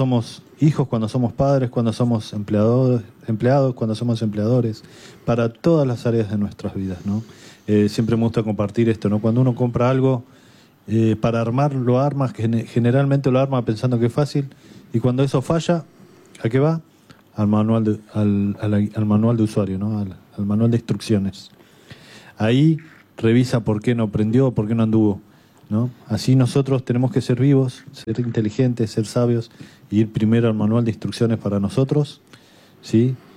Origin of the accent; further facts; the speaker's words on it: San Isidro, Buenos Aires Province, Argentina; Nosotros también somos de San Isidro, de la zona.